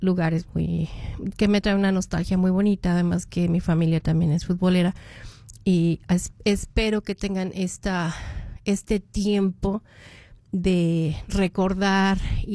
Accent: Mexico; Los que somos mexicanos estamos muy orgullosos de que llegan a los cuartos de final

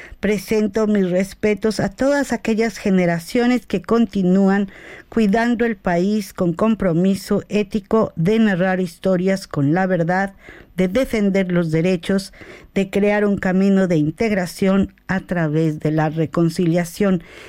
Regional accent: Mexico; Es un cariño muy bonito el cariño que tenemos como mexicanos.

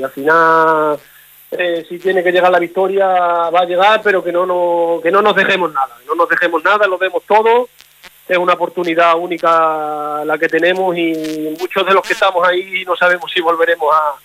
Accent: Quintana de la Serena, Extremadura, Spain; born there; al final el pueblo te tira mucho, y decidí volver a mi pueblo

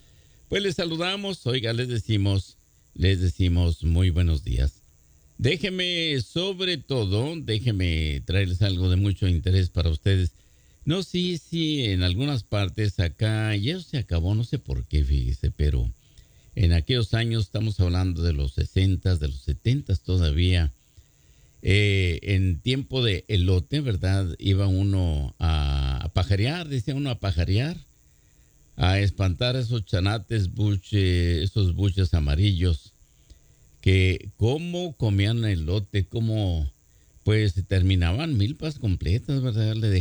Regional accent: Durango, Mexico; en Durango, ¿verdad? Mi tierra preciosa.

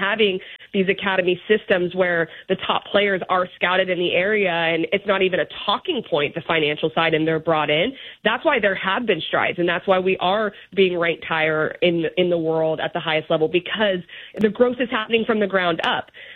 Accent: Dallas, Texas, United States; also born or lived in Colorado; grew up in Dallas. I was born in Colorado

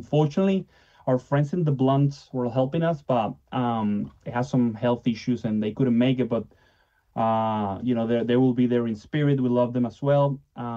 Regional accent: Venezuela; now in Australia; So my country, my home country of Venezuela, was affected by two earthquakes.

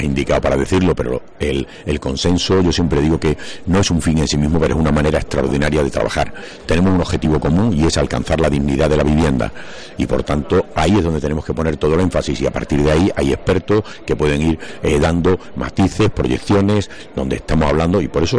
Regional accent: Osuna, Andalusia, Spain; moved away; volver a mi pueblo es siempre un motivo de alegría, ver amigos, ver sus calles y ver que el pueblo está cada día más bonito. Es una satisfacción. Vengo a lo largo del año, ya más en plan privado, pero nunca dejo de venir porque, bueno, son mis raíces.

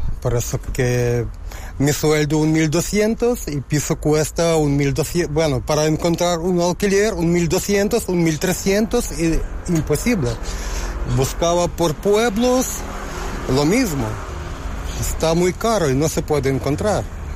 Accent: Ukraine; Spanish is a second language; Sí, soy de Ucrania. Vivo en bloque más de 13 años, casi 14.

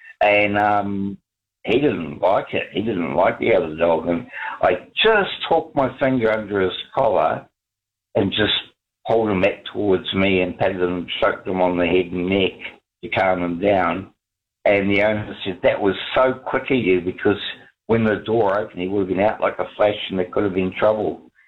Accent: Bay of Plenty, New Zealand; now in Napier, New Zealand; I'm from the Bay of Plenty and we woke up in 6 degrees and we went to school without shoes. Because we were so poor for a kickoff. I come from the Bay of Plenty

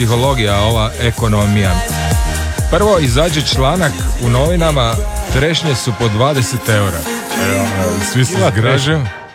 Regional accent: Krapina, Krapina-Zagorje County, Croatia; Pa ja sam ipak iz Krapine.

